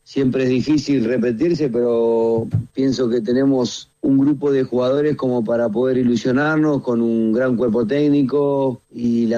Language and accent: Spanish; Argentina; Después, como argentino, me pone muy, muy contento que sea el capitán.